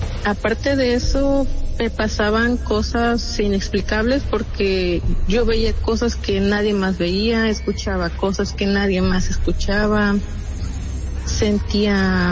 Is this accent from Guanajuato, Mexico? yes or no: no; Papantla, Veracruz, Mexico